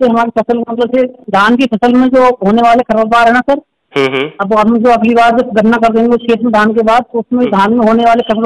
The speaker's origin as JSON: {"language": "Hindi", "town": "Mudiya Bhikampur", "region": "Uttar Pradesh", "country": "India", "said": "और मेरा गांव मुड़िया भीकमपुर।"}